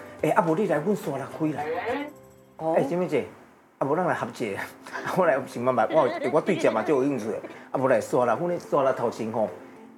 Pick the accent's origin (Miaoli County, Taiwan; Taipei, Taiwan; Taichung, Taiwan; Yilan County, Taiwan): Yilan County, Taiwan; 宜兰我家乡的这个阿水妈妈